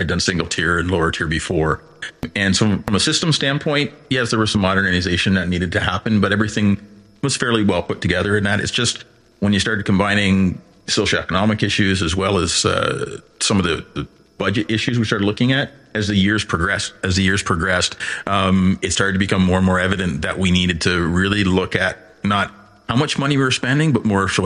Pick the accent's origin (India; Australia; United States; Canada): Canada; North Bay, Ontario; born and raised in North Bay. My dad was in the Air Force, was stationed there in the late 60s, and we were his last posting on the youngest of five. So that's where I grew up. It was a great place to grow up.